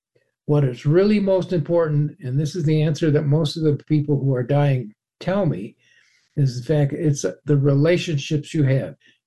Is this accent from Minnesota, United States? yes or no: yes; Minneapolis, Minnesota, United States; moved away as an adult; now in Gunnison, United States; I'm going to be 84 years old in April, and I live in Gunnison, Colorado. I'm from Minnesota, Minneapolis and St. Paul, went to the University of Minnesota.